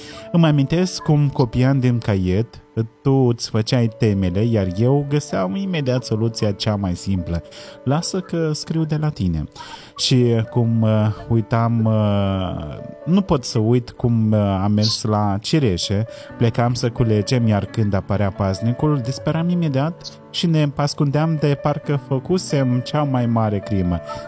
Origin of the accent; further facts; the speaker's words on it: Moldova; și nu sunt din România, dar sunt din Moldova.